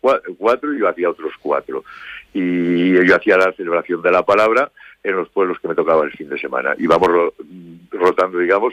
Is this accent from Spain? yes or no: yes; Rubielos de Mora, Aragon, Spain; born there; moved away; also born or lived in Valencia; He vivido parte de mi vida, casi la mayor parte de mi vida en Rubielos. Estuve unos años en Valencia porque mis padres, por motivos de trabajo, pues se fueron a Valencia, tuvieron que marcharse a Valencia, pero nunca perdí el contacto con el pueblo